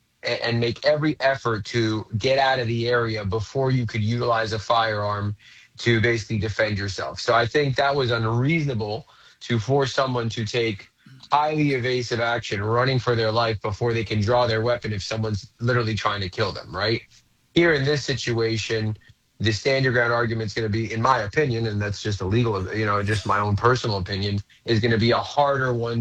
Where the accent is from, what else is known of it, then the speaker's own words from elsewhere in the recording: Fort Lauderdale, Florida, United States; Fort Lauderdale is my hometown.